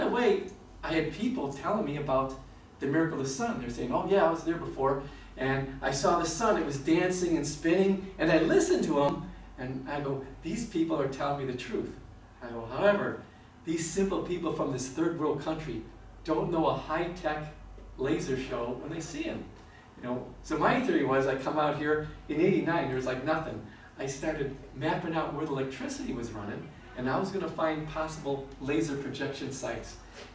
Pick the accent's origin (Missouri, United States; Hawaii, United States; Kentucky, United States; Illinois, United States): Illinois, United States; Chicago; Hey, Mary, it's me … You know, I'm here from Chicago.